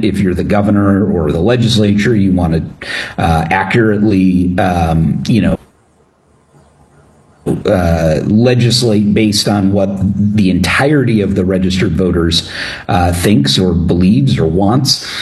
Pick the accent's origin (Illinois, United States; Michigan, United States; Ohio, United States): Illinois, United States; my home state, Illinois